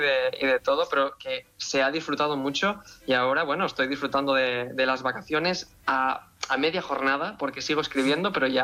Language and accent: Spanish; Tavernes de la Valldigna, Valencian Community, Spain; now in San Francisco, United States; yo todo lo que escribía estaba ambientado en Tavernes La Vedigna, en mi pueblo de Valencia